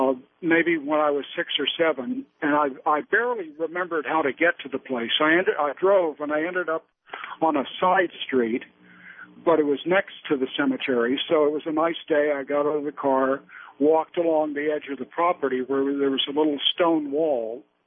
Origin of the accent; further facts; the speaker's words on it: East Coast, United States; moved away; Back in the late 50s, early 60s, I was a youngster back east